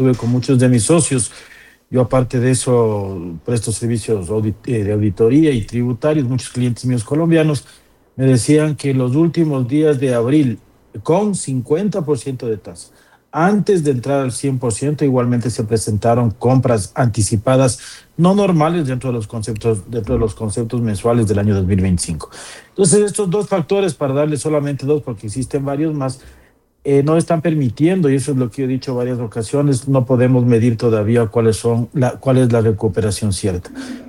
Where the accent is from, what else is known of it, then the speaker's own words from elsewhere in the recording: Ecuador; que es lo que estamos buscando, obviamente, como ecuatorianos